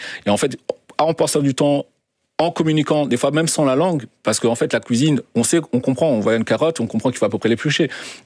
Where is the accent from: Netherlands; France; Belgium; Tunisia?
Belgium; moi j'ai grandi en Belgique, j'ai mes codes et mon cadre esthétique de plein de références sont les mêmes que mes camarades d'école